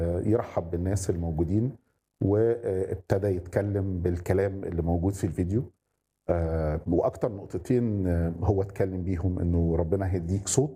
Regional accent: Ismailia, Ismailia Governorate, Egypt; moved away as an adult; now in Cairo, Egypt; أنا أصلا من إسماعيلية واتربيت في إسماعيلية

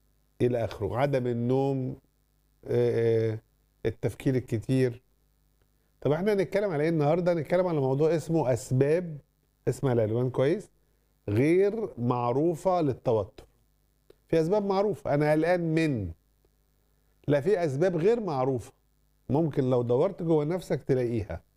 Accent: Egypt; احصائيات ما عندناش في مصر

